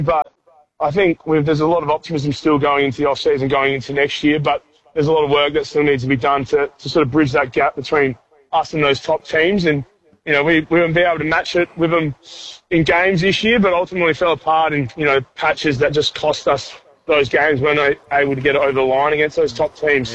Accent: Moe, Victoria, Australia; I'm from Mowi.

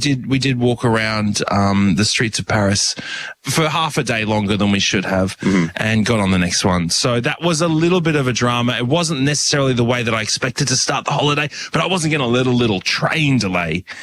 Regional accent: Australia; because we're Australian.

